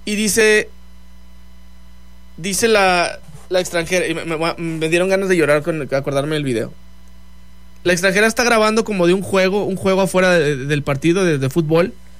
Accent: Mexico; nuestro trabajo como mexicanos no es estar quemando más a nuestro país

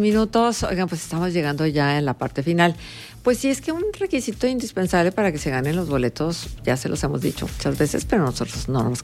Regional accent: Mexico; finalmente somos mexicanos.

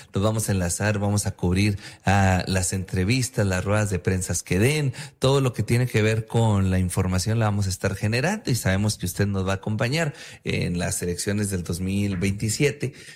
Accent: Mexico; porque es nuestra obligación como mexicanos garantizar que las elecciones sean transparentes, abiertas y legales.

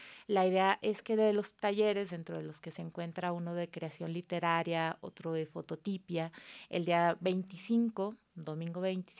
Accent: Mexico City, Mexico; moved away as an adult; now in Zacatecas, Mexico; Yo soy de Ciudad de México.

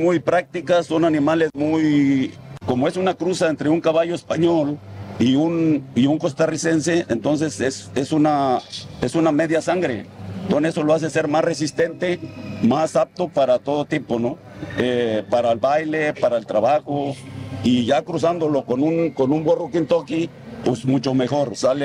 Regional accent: Matías Romero, Oaxaca, Mexico; also born or lived in Uxpanapa, Veracruz; Yo soy del municipio de Matías Romero, Oaxaca, pero también soy de Uspanapa. Pues soy veracruzano y soy también oaxaqueño

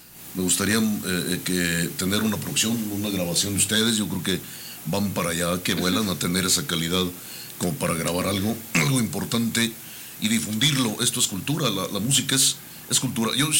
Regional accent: Mexico

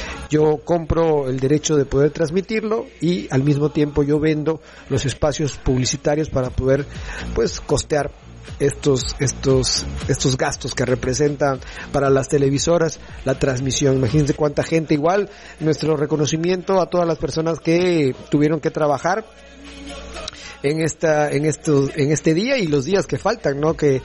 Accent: Mexico

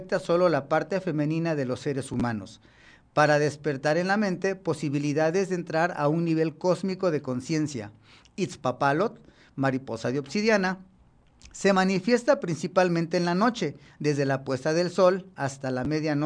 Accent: Mexico

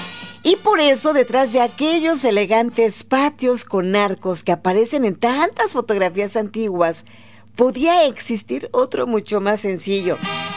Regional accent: Mexico

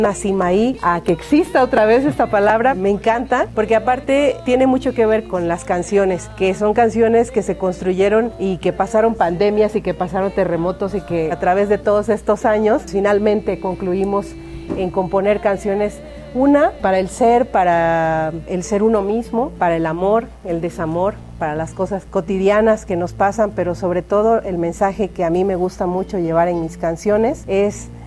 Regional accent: Chiapas, Mexico; Los dos somos chiapanecos, traemos como que el color, la cultura y la música de Chiapas a nuestros proyectos.

